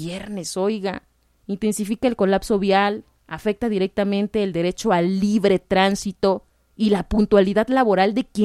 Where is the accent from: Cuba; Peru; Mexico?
Mexico; Oaxaca; nosotros como oaxaqueños